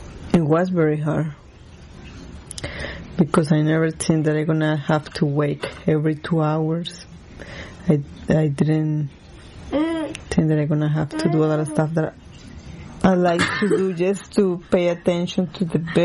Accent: Cali, Valle del Cauca, Colombia; English is a second language; I'm from Colombia, Cali, Colombia.

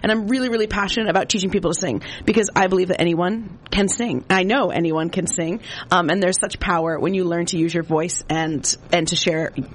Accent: New Hampshire, United States; moved away as an adult; now in Boston, United States; I am also originally from New Hampshire and moved to Boston for grad school in 2019.

